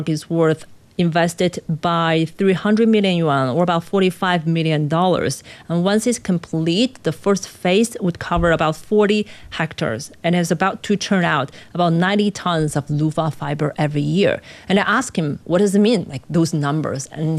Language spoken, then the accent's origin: English; Huamei, China; English is a second language; I was native in the Huamei counties. I want to contribute to my hometown.